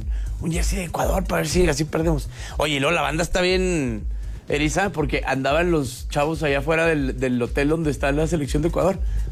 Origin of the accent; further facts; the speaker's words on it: Mexico; hoy somos más mexicanos que Juan Escutia.